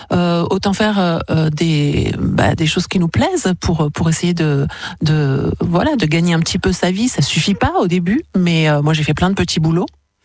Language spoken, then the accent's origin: French; Bègles, Nouvelle-Aquitaine, France; born there; moved away as an adult; also born or lived in Moselle / Marseille; Oui, j'étais déjà à Bordeaux-Bègles, parce que je suis née en Moselle, mais je suis arrivée à 2 ans et demi.